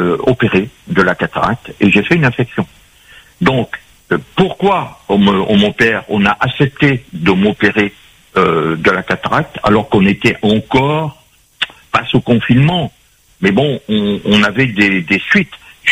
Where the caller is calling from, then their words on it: Paris, Île-de-France, France; Je vous appelle de Paris, 19e.